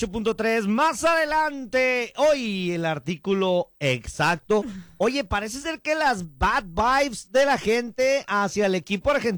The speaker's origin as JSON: {"language": "Spanish", "country": "Mexico"}